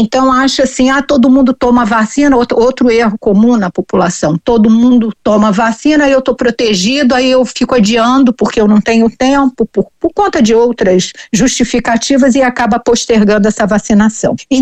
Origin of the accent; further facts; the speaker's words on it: Rio de Janeiro, Brazil; Eu, por exemplo, sou do Rio